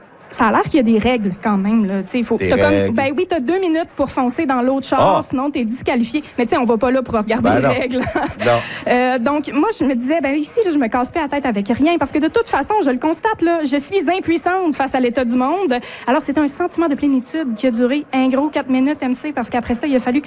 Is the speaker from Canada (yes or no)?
yes; Quebec, Canada; Haute-Côte-Nord. Moi, je viens de là. Je viens pas des Bergeron, mais je viens de la Haute-Côte-Nord.